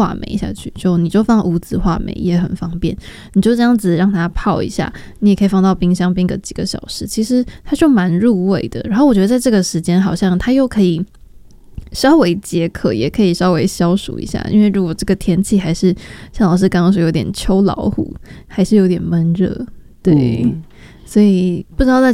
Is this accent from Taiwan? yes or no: yes; Meishan, Chiayi County, Taiwan; 因为我老家在梅山嘛，所以就会有产很多梅子的产品